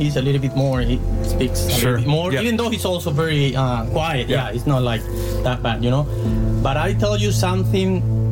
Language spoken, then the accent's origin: English; Spain; I was coming from Spain. I'm from Spain.